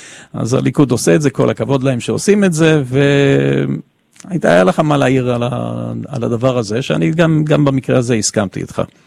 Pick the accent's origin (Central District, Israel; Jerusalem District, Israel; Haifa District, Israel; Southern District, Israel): Southern District, Israel; Ashkelon; אני גדלתי באשקלון, כל אחד מאיתנו שמגיע מהפריפריות